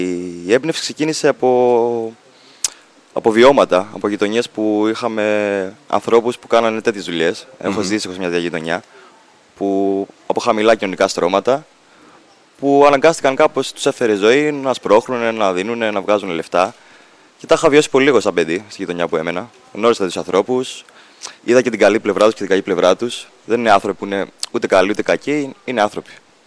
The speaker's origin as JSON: {"language": "Greek", "town": "Larnaca", "region": "Larnaca District", "country": "Cyprus", "tie": "born or raised there", "said": "Μεγάλωσα, γεννήθηκα στην Κύπρο, ναι. Είμαι γεννημένος στη Λάρνακα."}